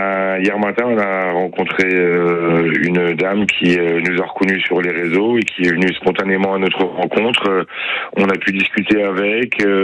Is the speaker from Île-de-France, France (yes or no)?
no; Grand Est, France; moi, je suis originaire de l'Alsace, donc du Grand Est.